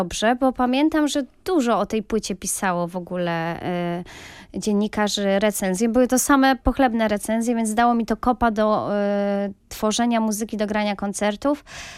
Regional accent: Lublin Voivodeship, Poland; Ja ogólnie pochodzę z Lubelszczyzny, więc też dużo takiej muzyki tradycyjnej słyszałam gdzieś, jak byłam małą dziewczynką.

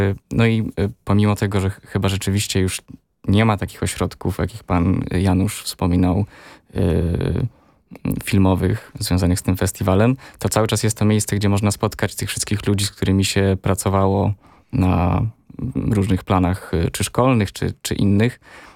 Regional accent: Pomeranian Voivodeship, Poland; ja pochodzę spod Gdyni, do liceum chodziłem do Gdyni.

